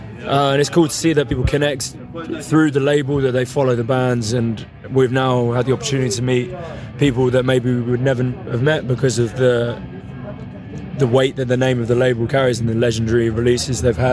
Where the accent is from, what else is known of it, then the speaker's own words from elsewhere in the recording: South East England, United Kingdom; now I don't have that, I guess, teenage angst to leave my hometown. You kind of see what's really nice about it too. And the more that we travel, the more we have the opportunity to tour. When we go back to the Isle of Wight